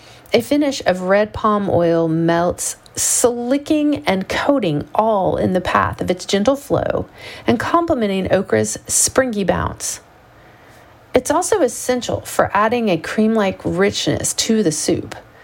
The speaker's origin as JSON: {"language": "English", "region": "Lagos", "country": "Nigeria", "tie": "born or raised there", "said": "Growing up in Lagos, I knew okra as just Ila, its name in Yoruba, which can also refer to any soup from southwest Nigeria, where okra is the star ingredient."}